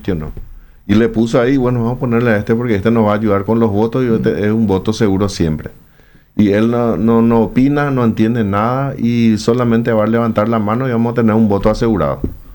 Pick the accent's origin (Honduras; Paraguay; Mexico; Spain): Paraguay; Como ciudadano paraguayo de bien